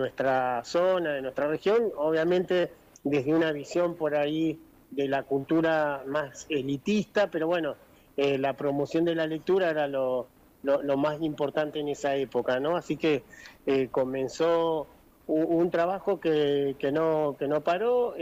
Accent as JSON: {"language": "Spanish", "town": "Ingeniero Jacobacci", "region": "Río Negro", "country": "Argentina"}